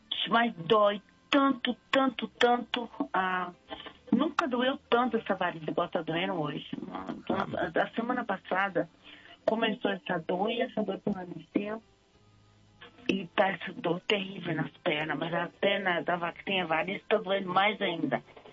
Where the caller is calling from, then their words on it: São Paulo, Brazil; Falo aqui do Jardim Guaraú.